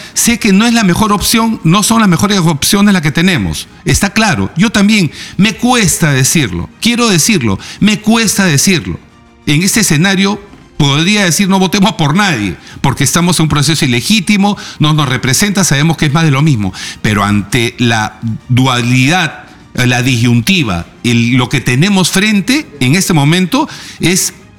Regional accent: Peru

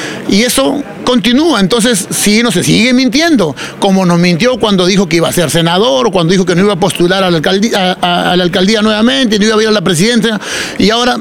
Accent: Lima, Peru; ¿nosotros somos limeños de segunda clase?

